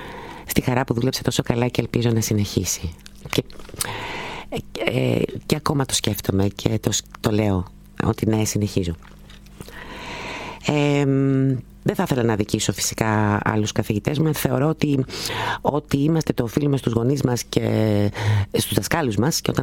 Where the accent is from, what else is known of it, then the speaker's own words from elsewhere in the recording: Greece; also born or lived in Germany; γεννήθηκα στη Γερμανία, βασικά από Έλληνες γονείς. Έμεινα πολύ λίγο καιρό εκεί, δηλαδή σε ηλικία περίπου 3,5 ετών οι γονείς μου επέστρεψαν, οπότε δεν έχω έτσι αναμνήσεις από τη Γερμανία, αλλά κυρίως δηλαδή εδώ μεγάλωσα, εδώ πήγα σχολείο, εδώ όλα.